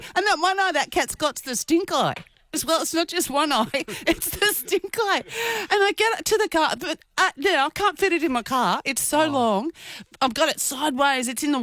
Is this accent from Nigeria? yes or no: no; Queensland, Australia; Like, we're from Queensland